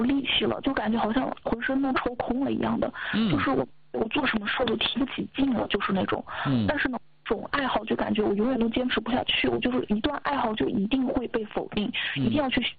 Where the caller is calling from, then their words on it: Hunan, China; 您好，我是湖南的听众，我听你节目大概半年多了。